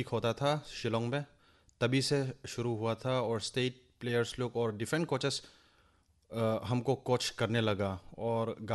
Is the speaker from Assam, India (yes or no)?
yes; Haflong, Assam, India; also born or lived in Guwahati / Shillong; मैं नॉर्थ बगरा का रहने वाला हूँ और मैंने यहाँ से डॉनबॉस्को हाफलॉन्ग से अपना मेट्रिकुलेशन पास किया था